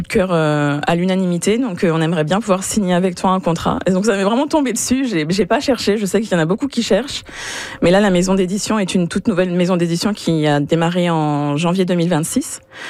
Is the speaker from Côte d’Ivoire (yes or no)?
no; France; Bah, parce que je suis française